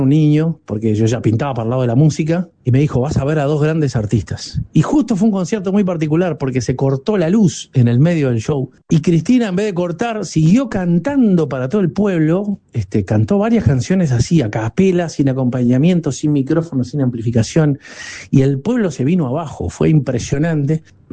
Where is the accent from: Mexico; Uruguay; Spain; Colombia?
Uruguay; Agua Corriente, Canelones; primeros conciertos que vi yo en mi vida, junto con mi abuelo, en el pueblo Aguacorriente, donde yo soy